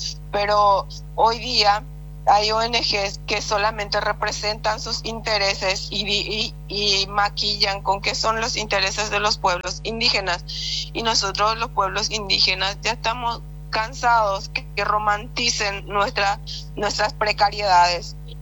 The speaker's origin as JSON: {"language": "Spanish", "town": "Bahía Negra", "region": "Alto Paraguay", "country": "Paraguay", "said": "yo soy de la comunidad puertodiana, del distrito de Bahía Negra, soy del pueblo de Xir Chamacoco."}